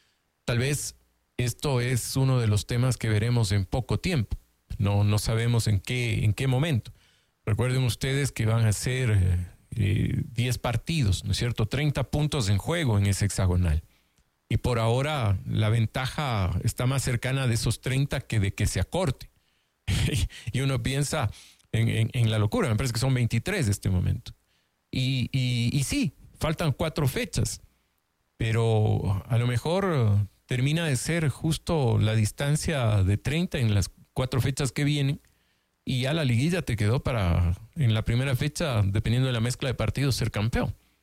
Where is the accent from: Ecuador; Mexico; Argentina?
Ecuador